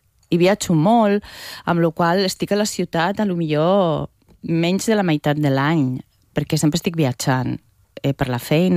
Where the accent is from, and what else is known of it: Zaragoza, Aragon, Spain; moved away as an adult; now in Catalonia, Spain